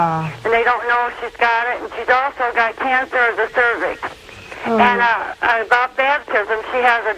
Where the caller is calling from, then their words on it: Sterling Heights, Michigan, United States; Sterling Heights, Michigan. And I'd like to have a request for my daughter.